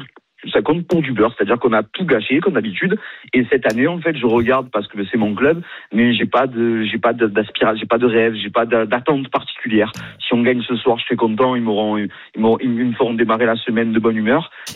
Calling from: Toulouse, Occitanie, France; ça fait 4 ans que j'y vis

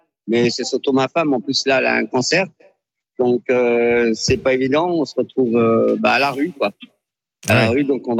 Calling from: Lège-Cap-Ferret, Nouvelle-Aquitaine, France; On est à Lesch-Bourg, chemin du Grand Housteau, c'est-à-dire en pleine forêt, en fait. Parce qu'on a un élevage d'animaux.

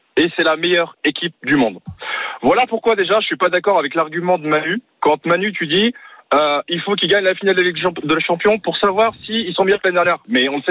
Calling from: Nantes, Pays de la Loire, France; Moi, je suis Nantais

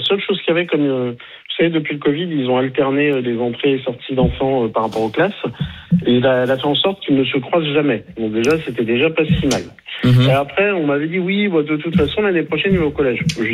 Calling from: Orléans, Centre-Val de Loire, France; je suis d'Orléans

